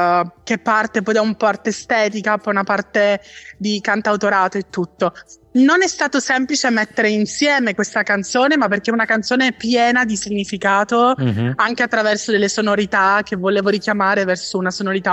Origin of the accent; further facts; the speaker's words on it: Catania, Sicily, Italy; now in Milan, Italy; Io provengo da Catania ed mm-hmm. è una città molto, molto viva, mm-hmm. ma è viva, è un vivere diverso rispetto a Milano.